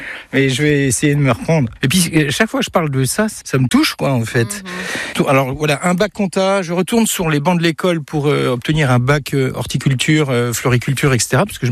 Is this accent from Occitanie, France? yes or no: no; Neufchâteau, Grand Est, France; now in Le Clerjus, France; je suis Vosgien de la Plaine. Je suis de Neufchâteau, je suis originaire de Neufchâteau. Je me suis installé dans le safran il y a 17 ans, à Plombières-les-Bains, sur les Hautes-Plombières. Et en 2021, j'ai acheté une petite ferme ici, au Clairjus.